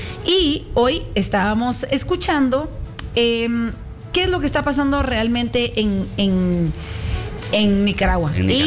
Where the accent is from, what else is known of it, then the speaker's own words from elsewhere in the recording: Guatemala; nosotros como guatemaltecos